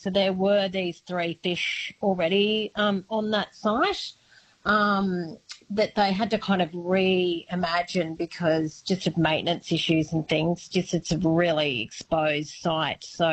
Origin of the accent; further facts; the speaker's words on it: Sydney, New South Wales, Australia; I'm from La Perouse, of course, have connections down to Wollongong.